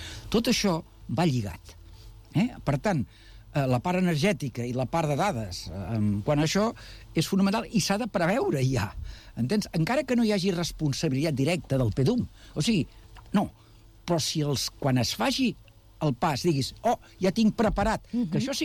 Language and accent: Catalan; Badalona, Catalonia, Spain; com a badaloní